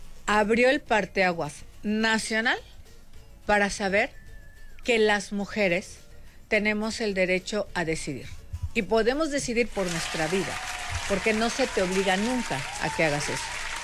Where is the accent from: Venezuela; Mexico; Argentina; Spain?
Mexico; Todos somos orgullosamente mexicanos.